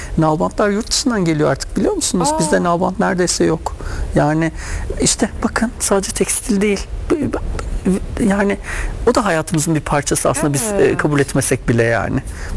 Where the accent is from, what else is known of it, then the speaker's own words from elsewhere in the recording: İzmir, Turkey; Bir gün ben İzmirliyim. Kemeraltı diye bir şeyimiz vardır, semtimiz, yerimiz vardır.